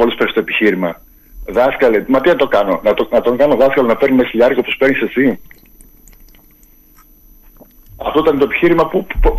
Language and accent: Greek; Apesokari, Crete, Greece; Εγώ κατάγομαι την περιοχή, είμαι από το Αψουκάρι.